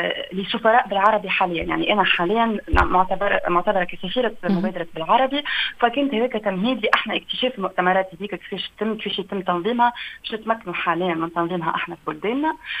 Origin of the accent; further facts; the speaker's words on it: Tunisia; تم اختياري أنا من تونس